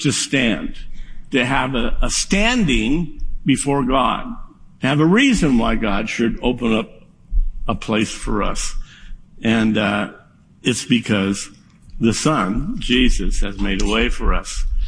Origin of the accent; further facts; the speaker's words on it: United States; accent: American; I am an American. I don't speak Greek.